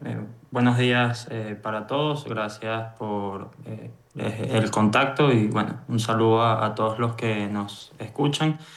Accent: Caracas, Venezuela; como decimos en Venezuela, no, la zona en la que vivo no sufrió mayores daños.

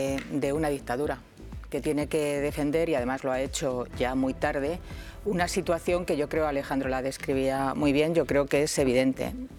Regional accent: Spain

